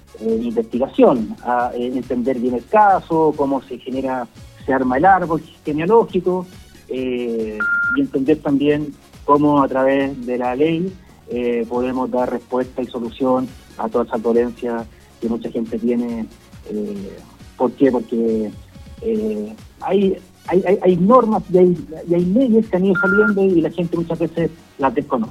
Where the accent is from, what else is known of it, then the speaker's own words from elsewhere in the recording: San Vicente de Tagua Tagua, O'Higgins, Chile; Yo soy sanvicentano de Tomo y Lomo, salí de la oscura